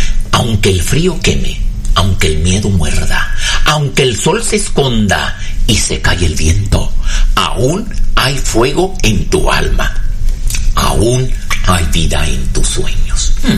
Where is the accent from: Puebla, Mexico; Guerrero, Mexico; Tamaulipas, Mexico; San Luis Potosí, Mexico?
Tamaulipas, Mexico; Valle Hermoso; moved away; soy un vallehermosense que amo mi pueblo.